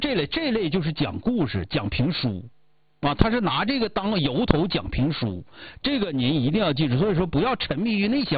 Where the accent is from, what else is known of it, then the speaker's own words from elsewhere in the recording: China; 那作为我们中国人应该怎么怎么怎么怎么怎么样，那个就是宣传啊